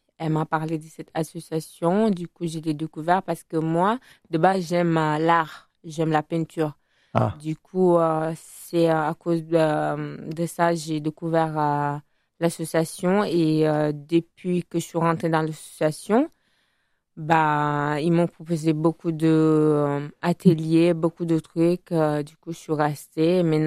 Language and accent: French; Italy; French is a second language; moved away as an adult; now in Bordeaux, France; Moi, ça fait depuis 2017 sur Bordeaux. De base, je viens d'Italie.